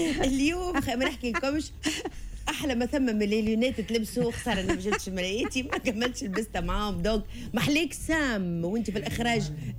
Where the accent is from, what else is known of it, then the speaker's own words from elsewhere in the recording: Tunisia; فرحني ياسر كتونسيه